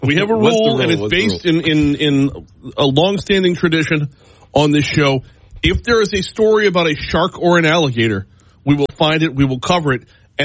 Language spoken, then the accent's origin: English; Madisonville, Louisiana, United States; moved away; Growing up in St. Tammany, I never realized just how backwoods and corrupt we were.